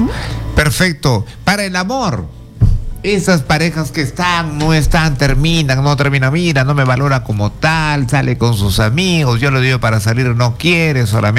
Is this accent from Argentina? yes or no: no; Peru; Y no importa si somos de Perú